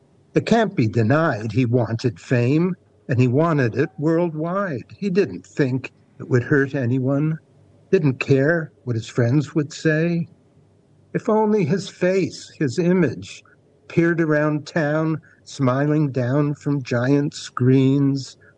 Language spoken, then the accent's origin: English; Canada; accent: Canadian; moved away as an adult; now in Wellington, New Zealand; I've been in New Zealand 33 years, I'll never lose my Canadian accent because I came here at 42, and you don't lose an accent at that age.